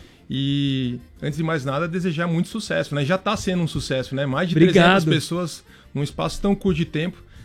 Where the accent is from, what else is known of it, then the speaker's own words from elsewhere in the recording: Sorocaba, São Paulo, Brazil; now in Chapecó, Brazil; Não, eu sou paulista. Sou de Sorocaba, São Paulo.